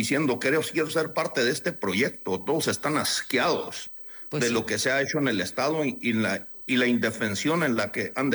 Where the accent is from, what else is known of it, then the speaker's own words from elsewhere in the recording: Chihuahua, Mexico; born there; yo nací en Chihuahua, mis padres nacieron en Chihuahua.